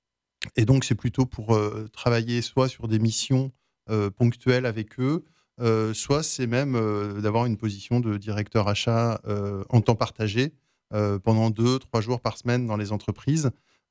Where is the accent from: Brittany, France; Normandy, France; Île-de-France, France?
Brittany, France; moved away; Alors mon parcours, moi je suis originaire de Bretagne.